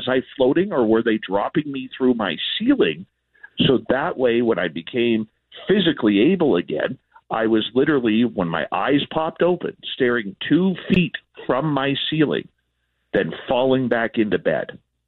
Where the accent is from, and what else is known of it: Canada